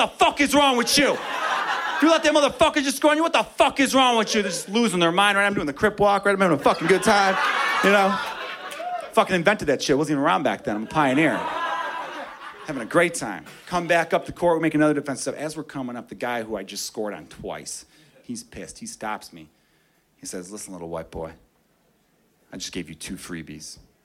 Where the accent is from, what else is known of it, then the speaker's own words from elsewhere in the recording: Chicago, Illinois, United States; I grew up here. I grew up on the Northwest Side. I love it there. It's great. You know, my neighbor was a little diverse, I guess. It's like 40% Hispanic, 30% Polish, and then the rest, like regular white people like me, right?